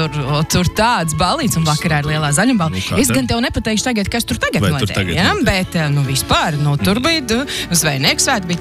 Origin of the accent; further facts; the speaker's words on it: Ventspils, Courland, Latvia; es jau no to puses, no to, nu, es no to ventiņa puses